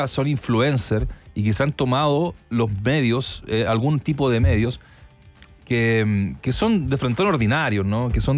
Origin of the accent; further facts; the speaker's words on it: Chile; nos tocó a todos nosotros como gente, como chilenos, como amantes del fútbol